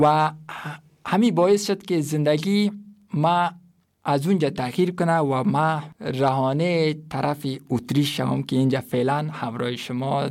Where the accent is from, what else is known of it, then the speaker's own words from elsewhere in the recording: Afghanistan; moved away; also born or lived in India / Turkey; واقعا خیلی مرا درد میتک که شرایط وطن خودم میبینم.